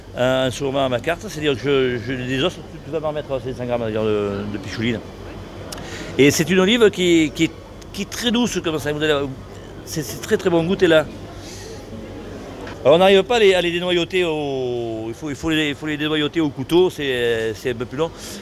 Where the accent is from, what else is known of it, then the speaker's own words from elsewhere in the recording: Provence-Alpes-Côte d'Azur, France; chez nous en Provence, on a beaucoup de légumes et de bons légumes.